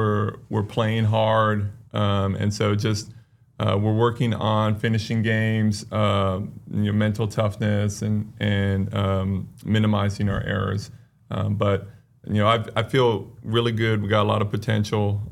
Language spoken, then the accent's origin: English; California, United States; Well, I grew up in California, and I played in high school.